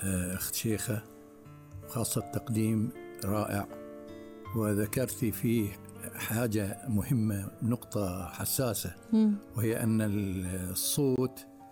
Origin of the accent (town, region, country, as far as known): Jidhafs, Northern Governorate, Bahrain; born there; accent: Gulf dialect